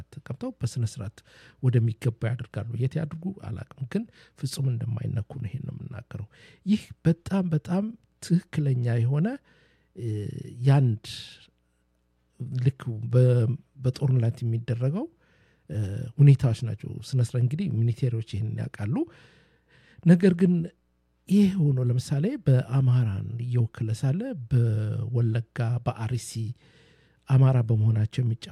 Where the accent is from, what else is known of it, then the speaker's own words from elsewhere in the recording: Dire Dawa, Ethiopia; አዎ በእርግጥም አማራ ነኝ፣ ግን ንጹህ ኢትዮጵያዊ ነኝ። አማራ ሰው ደግሞ ድሬዳዋ ተወልጄ አደኩኝ።